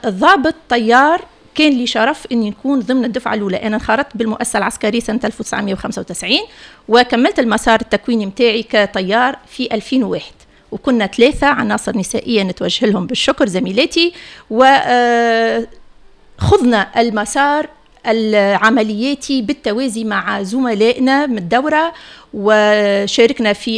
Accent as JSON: {"language": "Arabic", "country": "Tunisia", "said": "نحمي الوطن متاعنا ونحمي عائلاتنا ومجتمعنا التونسي"}